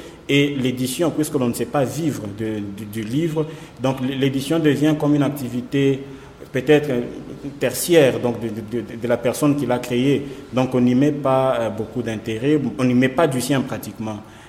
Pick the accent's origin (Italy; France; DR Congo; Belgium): DR Congo; Kolwezi, Lualaba; moved away as an adult; also born or lived in Lubumbashi; je suis né à Kolwezi, j'ai grandi à Kolwezi. Et puis, en 2014, j'ai quitté Kolwezi, la laissant au statut de ville. Et je suis venu à Lubumbashi étudier.